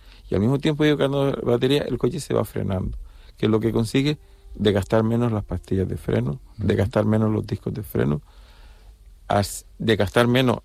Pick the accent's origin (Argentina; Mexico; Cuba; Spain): Spain; Las Palmas, Canary Islands; aunque yo soy de origen de Las Palmas